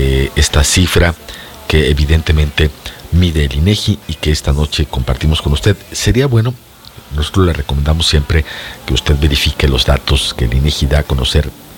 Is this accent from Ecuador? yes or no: no; Mexico; cómo somos los mexicanos